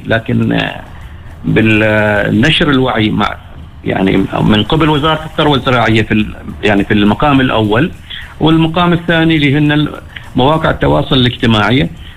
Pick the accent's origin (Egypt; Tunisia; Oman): Oman; عندنا في عمان